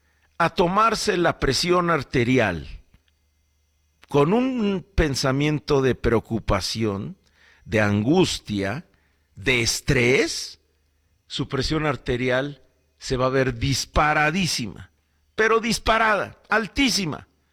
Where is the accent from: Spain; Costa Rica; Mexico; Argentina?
Mexico